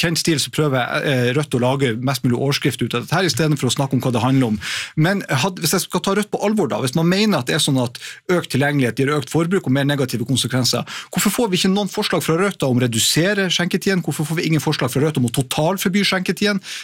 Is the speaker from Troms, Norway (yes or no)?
yes; Harstad, Troms, Norway; sånn som det i min hjemby Harstad, der det en bensinstasjon